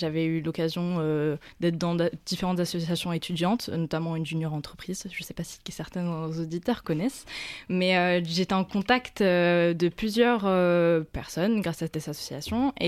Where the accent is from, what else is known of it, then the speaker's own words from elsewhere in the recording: Lyon, Auvergne-Rhône-Alpes, France; moved away as an adult; now in Brisbane, Australia; je viens plus précisément de Lyon. Donc je viens tout droit de France depuis mars dernier.